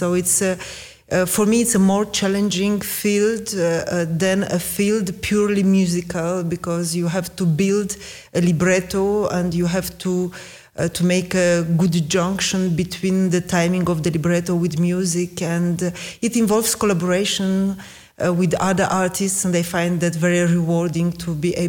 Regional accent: Moldova; born there; English is a second language; Yes, I was born in Republic of Moldova, and my father, who was from Ukraine, was a professional musician

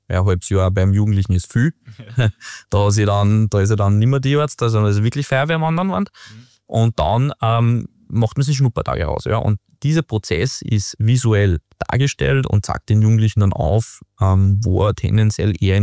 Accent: Austria; Wir sind sehr privilegiert bei uns in Österreich.

